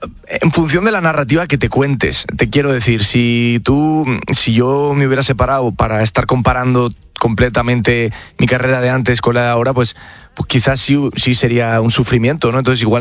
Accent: Spain; de primera mano en España, en mi país, abrazó la primera canción que saqué

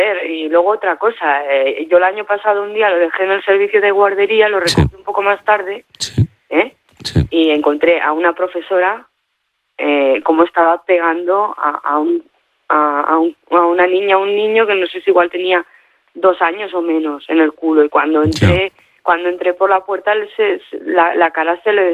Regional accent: Barcelona, Catalonia, Spain; a ver, yo soy de Barcelona, ¿me entiendes? Y también he ido a colegios de pago

